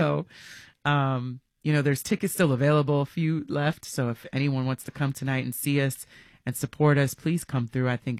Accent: New York City, New York, United States; But also just growing up in New York City public schools and having great teachers.

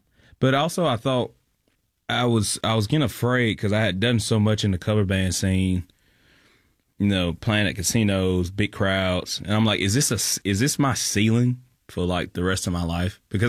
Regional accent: Alabama, United States; Yeah, I grew up in Bama.

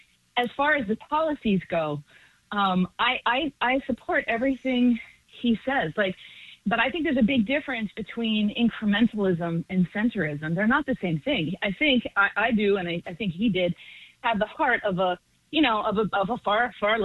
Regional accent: Boston, Massachusetts, United States; moved away as an adult; now in Bronx, New York, United States; I've been in New York 20 years, but I grew up in Boston, and I was about 16 when Barney Frank came out.

